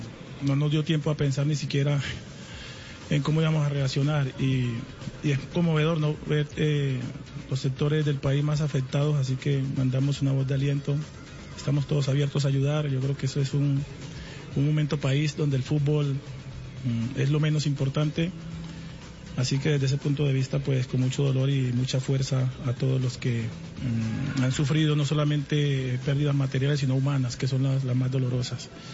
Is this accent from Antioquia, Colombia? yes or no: yes; Antioquia, Colombia; Yo soy de Urabá, región antioqueña, pero está claro que tengo muchos tíos, muchos primos en el Chocó